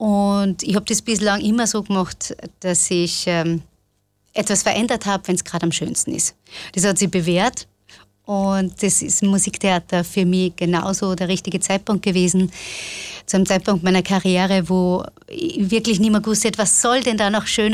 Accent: Linz, Upper Austria, Austria; Linz ist meine Heimat, beziehungsweise Oberösterreich.

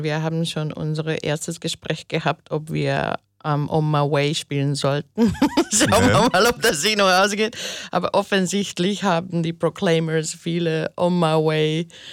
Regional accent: Hungary; now in Austria; du als Deutsche und ich als Ungarin

